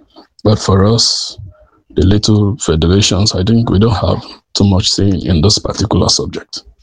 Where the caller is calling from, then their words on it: Bo, Southern Province, Sierra Leone; I'm calling from Bull City, Southern Sierra Leone.